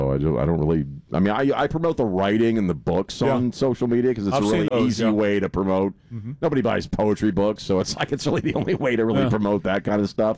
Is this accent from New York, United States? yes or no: no; Maryland, United States; moved away; I grew up in Maryland.